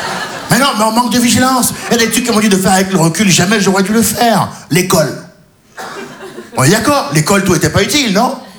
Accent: Benin; Je me dis, je suis franco-béninois.

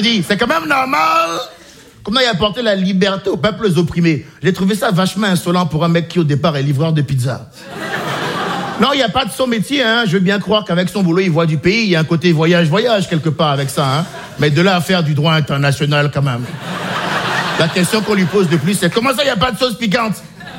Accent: Benin; J'ai grandi au Bénin. Un petit pays d'Afrique de l'Ouest

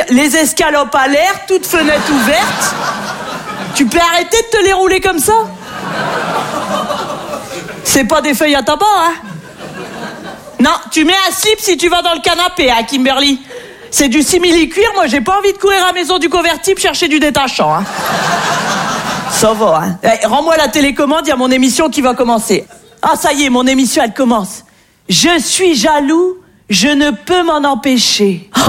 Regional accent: Hauts-de-France, France

